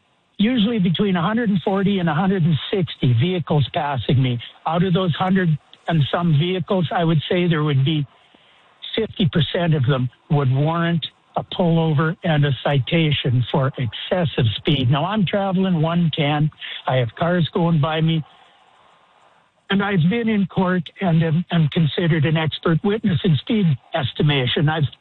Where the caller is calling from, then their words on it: Innisfail, Alberta, Canada; I come from Innisfail to Calgary periodically in my business.